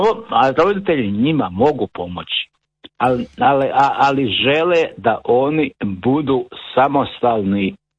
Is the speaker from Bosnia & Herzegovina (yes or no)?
no; Dalmatian Hinterland, Croatia; born there; Ja sam rođen u Dalmatinskoj Zagori.